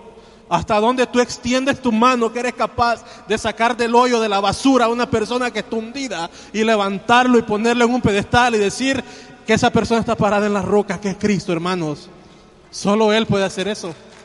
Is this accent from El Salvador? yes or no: yes; El Salvador; yo cuando miro esos tatuados en mi país, en El Salvador